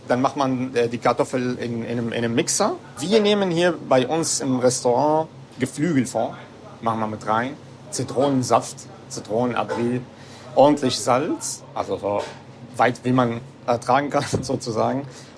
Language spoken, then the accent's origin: German; Damascus, Damascus Governorate, Syria; moved away as an adult; now in Wuppertal, Germany; Ich komme ursprünglich aus Syrien, aus Damaskus.